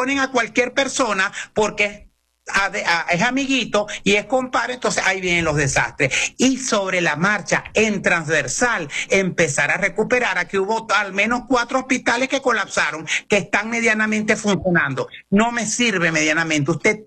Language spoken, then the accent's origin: Spanish; Venezuela